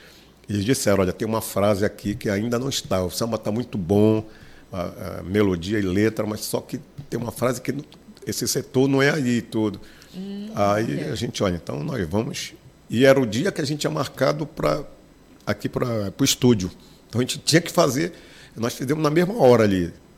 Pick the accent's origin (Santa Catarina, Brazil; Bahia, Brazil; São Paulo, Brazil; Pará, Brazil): Pará, Brazil; a gente, como é daqui da Amazônia, daqui do Pará, pertinho aqui do Marajó, que a gente conhece um pouco, né, dessa nossa história, da nossa, essa nossa pegada, o nosso sotaque